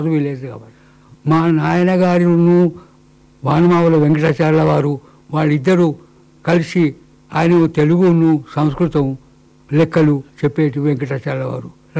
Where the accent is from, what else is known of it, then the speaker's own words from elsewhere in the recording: Madikonda, Telangana, India; ఈ విధంగా నా బాల్యం అక్కడ మడికొండలు కూడా నా బాల్యం